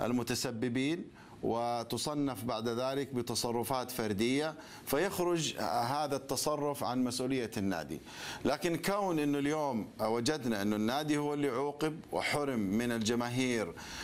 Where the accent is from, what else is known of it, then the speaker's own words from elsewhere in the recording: Saudi Arabia; عندنا في المملكة العربية السعودية